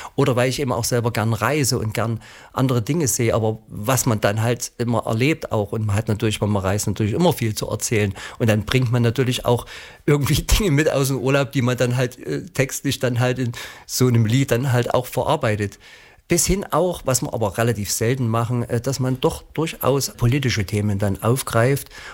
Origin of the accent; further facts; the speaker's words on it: Plauen, Saxony, Germany; Heimat ist ja das Vogtland, ja, ich komme aus Blauen, genau.